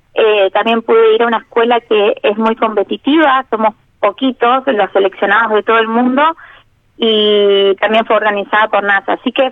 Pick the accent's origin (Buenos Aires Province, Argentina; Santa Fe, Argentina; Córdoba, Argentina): Buenos Aires Province, Argentina; Bahía Blanca; yo soy de acá, de Bahía Blanca.